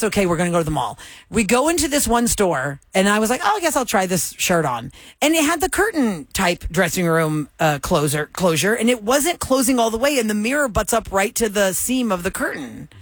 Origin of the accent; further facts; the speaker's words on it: Houston, Texas, United States; No, the one that I grew up near in Sharpstown was right there, Kevin, where now it's a bunch of food retail.